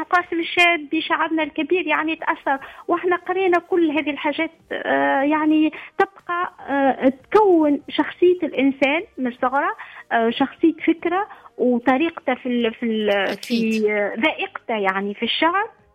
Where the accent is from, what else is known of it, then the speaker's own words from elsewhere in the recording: Tunisia; now in France; انا كنت في تونس تشبعت بهذيك الثقافة